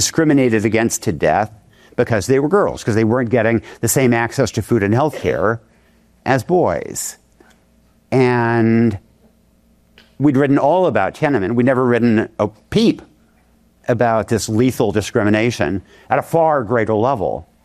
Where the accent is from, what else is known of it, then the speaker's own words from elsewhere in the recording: Yamhill, Oregon, United States; I would come home to try to heal on the family farm that I grew up on in Oregon. And I always thought of it as God's country, right where the Willamette Valley goes into the coastal range. Beautiful place. My little hometown of Yamhill is population about 1,000 on a good day.